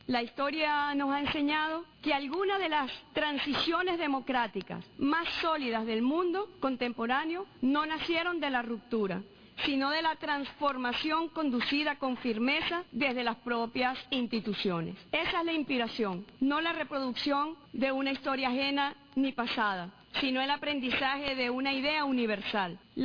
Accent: Venezuela

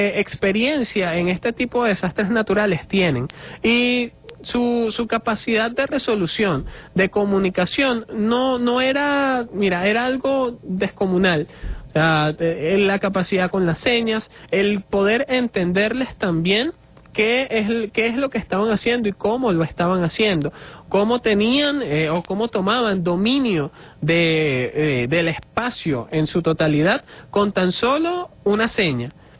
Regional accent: Venezuela

